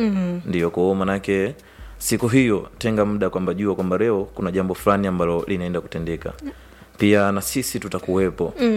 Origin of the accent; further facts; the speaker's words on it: Isimani, Iringa, Tanzania; Kwa hiyo kama sisi tunatoka Isimani. Isimani ukiangalia ni kama kilomita 40 kutoka hapa Iringa mjini.